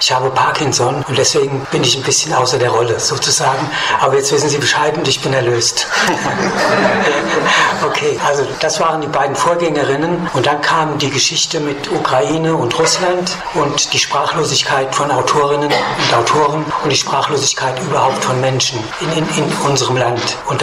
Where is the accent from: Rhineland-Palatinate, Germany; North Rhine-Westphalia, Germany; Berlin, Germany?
Rhineland-Palatinate, Germany; Bingen am Rhein; also born or lived in South America / Israel / India; Aus Bingen am Rhein, ursprünglich aus Bingen am Rhein und bin dann in verschiedenen Stationen Deutschlands und Südamerikas gewesen, auch Israel, Indien und so weiter und so fort.